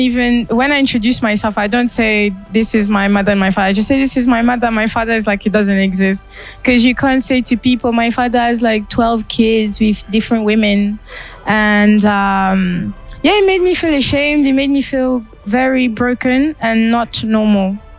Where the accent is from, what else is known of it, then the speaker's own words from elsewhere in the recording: United Kingdom; also born or lived in Gabon; I'm originally from a country called Gabon, but I grew up in Britain, so I'm Gabonese British.